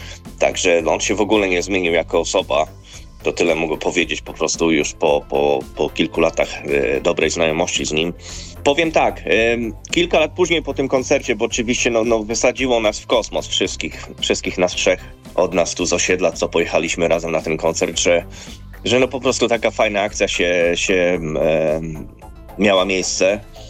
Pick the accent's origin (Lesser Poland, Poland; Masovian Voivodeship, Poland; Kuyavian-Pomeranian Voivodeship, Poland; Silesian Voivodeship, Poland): Masovian Voivodeship, Poland; Pruszków; czyli ja jestem z Pruszkowa, także 2 miasta obok duże.